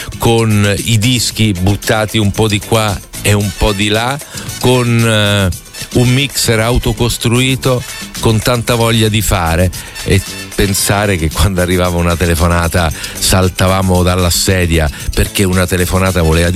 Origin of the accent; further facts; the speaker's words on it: Basilicata, Italy; essendo io lucano, sono stato amico